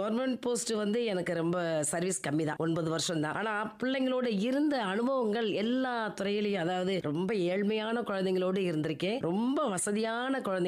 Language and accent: Tamil; Madurai, Tamil Nadu, India; born there; also born or lived in Sivaganga district; நான் பிறந்தது வந்து சிவகங்கை மாவட்டம். 1961 பிறந்தேன். அதுக்கப்புறம் வந்து சிவகங்கை மாவட்டத்தில் இருந்து மதுரைக்கு வந்து இப்போ 63 ஆகின்றது. இந்த 63 மதுரை தான் எனக்கு எல்லாமே இருக்கு.